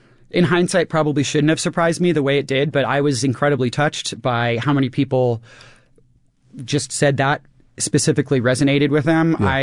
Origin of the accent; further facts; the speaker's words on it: Colorado, United States; even though I'm from Colorado, I'm not a big outdoorsman person the way that a lot of people are.